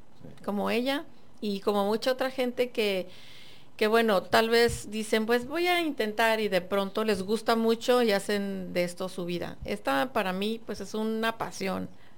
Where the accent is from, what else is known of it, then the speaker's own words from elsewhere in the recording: Guadalajara, Jalisco, Mexico; born there; moved away; Nací en Guadalajara.